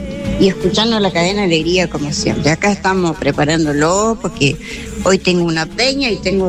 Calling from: Río Negro, Argentina; acá de Río Negro, acá estamos.

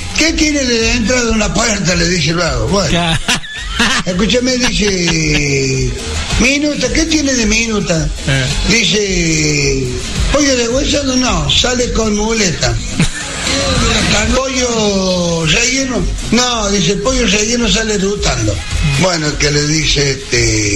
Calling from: San Francisco del Chañar, Córdoba, Argentina

